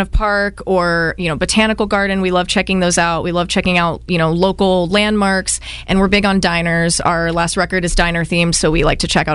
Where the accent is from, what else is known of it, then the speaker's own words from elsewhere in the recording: Green, Ohio, United States; I went to Green High School.